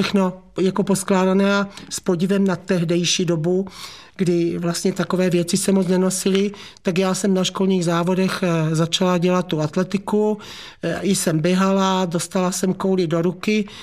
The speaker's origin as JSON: {"language": "Czech", "town": "Uherský Ostroh", "region": "Zlín Region", "country": "Czechia", "tie": "born or raised there", "also_born_or_lived": "Víceměřice", "said": "tam já jsem vyrůstala, bylo to velmi romantické"}